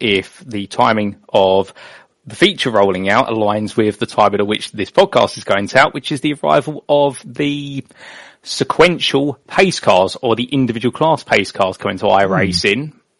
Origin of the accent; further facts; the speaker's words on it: United Kingdom; I was very sheltered because, of course, growing up in the United Kingdom and watching British motorsport and Formula One